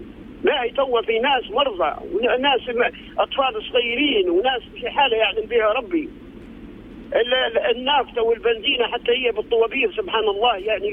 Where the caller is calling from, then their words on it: Misrata, Misrata District, Libya; وانا نكلم فيك من مصراته والله من مصراته.